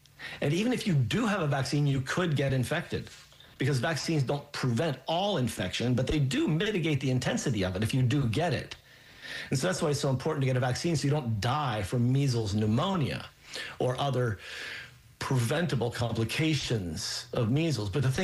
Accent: Pennsylvania, United States; Pennsylvania is having a really big struggle. My home state is suffering.

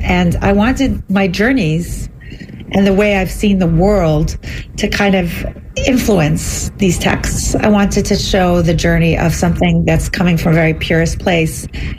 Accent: Brooklyn, New York, United States; I come from a very fundamentalist culture. I come from Borough Park, Brooklyn, and I grew up ultra-Orthodox

